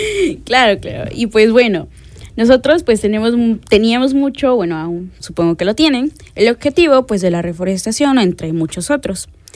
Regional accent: Amatitlán, Guatemala Department, Guatemala; al igual en mi comunidad, yo soy de Amatitlán, entonces también en su momento hubo como tipo un... como una actividad en la cual pues las personas del pueblo iban a plantar

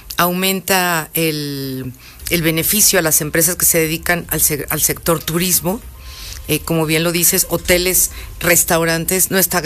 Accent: Teziutlán, Puebla, Mexico; Y mira que yo soy de Teciutlán, soy teciuteca, y ahí, bueno, son los molotes

